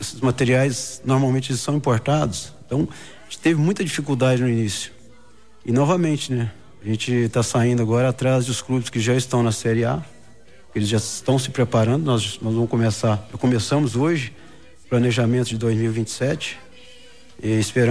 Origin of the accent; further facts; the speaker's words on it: Manhuaçu, Minas Gerais, Brazil; Eu sou de natural de Manhuaçu